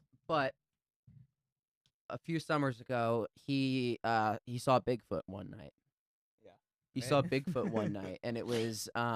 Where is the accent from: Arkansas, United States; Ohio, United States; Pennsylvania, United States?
Pennsylvania, United States; Philadelphia; I grew up in Philadelphia, but my mom's side of the family is from rural New England / upstate New York, like way upstate near the Adirondacks.